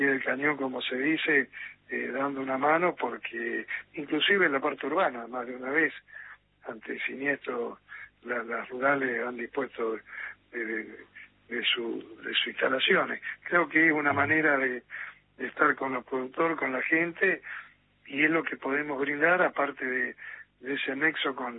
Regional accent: Argentina; no podemos permitirnos como argentinos, y esto no es una crítica a nadie, porque hace años que estamos así

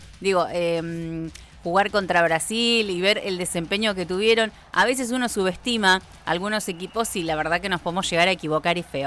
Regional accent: Argentina; Bueno, nosotros como argentinos nos pasó.

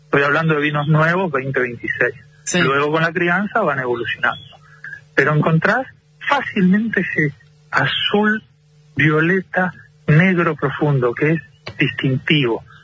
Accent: San Martín, Mendoza, Argentina; soy de San Martín, Mendoza, es la región más grande productora de vinos en Mendoza.

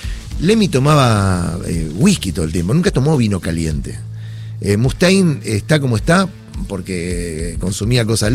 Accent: Argentina; Y después porque somos argentinos.

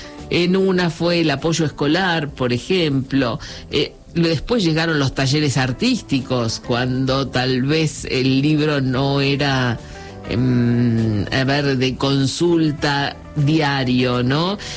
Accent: Buenos Aires, Argentina; yo me crié en Capital Federal

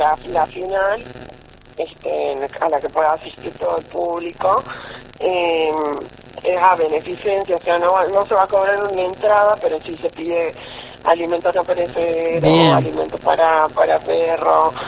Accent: Salta, Argentina; yo soy orgullosísima de Salta, con todas sus localidades

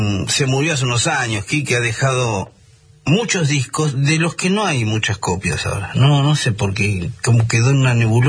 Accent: Buenos Aires, Argentina; Bueno, sí, Buenos Aires de predictadura. Sí, usted sabe que yo crecí en la Galería del Este.

